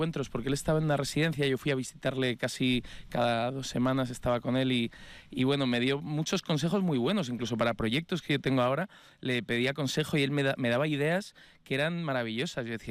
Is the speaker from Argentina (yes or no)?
no; Spain